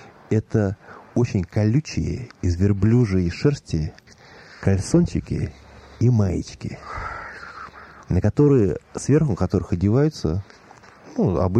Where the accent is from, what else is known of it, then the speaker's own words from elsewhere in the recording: Moscow, Russia; Вот я рос в Москве, в Измайлово.